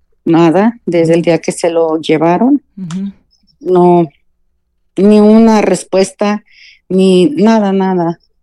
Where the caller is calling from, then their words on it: Zapopan, Jalisco, Mexico; Pues yo soy de aquí, del municipio de Zapopan, de aquí de Guadalajara, Jalisco.